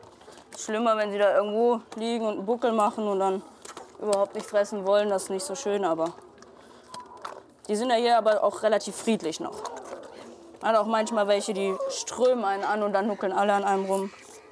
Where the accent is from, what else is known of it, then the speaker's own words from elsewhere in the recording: Baden-Württemberg, Germany; moved away as an adult; Ich komme ganz aus dem Süden, vom Bodensee komme ich, von der Nähe aus Konstanz. Und es hat mich ein bisschen hierher vertrieben, ein bisschen was anderes sehen mal ein Jahr lang. Dann werde ich aber wieder zurückgehen auf jeden Fall.